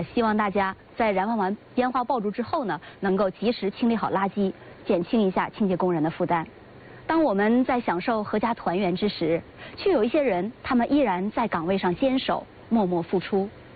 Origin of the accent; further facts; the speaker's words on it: China; 我们中国人